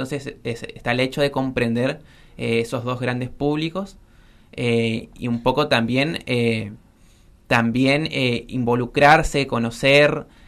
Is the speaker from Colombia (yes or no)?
no; San Ignacio, Misiones, Argentina; Bueno, yo vengo de San Ignacio, no está tan lejos, pero ajá, sí